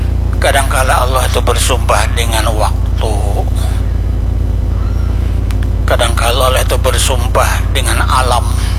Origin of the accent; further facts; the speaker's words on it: South Kalimantan, Indonesia; Ya bahasa kita orang Banjar, paharatnya tupang deh.